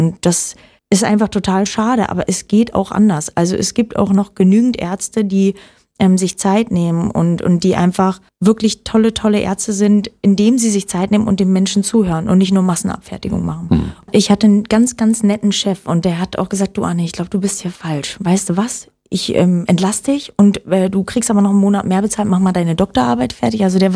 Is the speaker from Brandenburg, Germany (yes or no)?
yes; Oranienburg, Brandenburg, Germany; born there